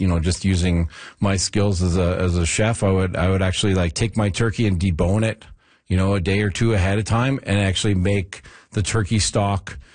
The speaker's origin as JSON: {"language": "English", "town": "Sherwood Park", "region": "Alberta", "country": "Canada"}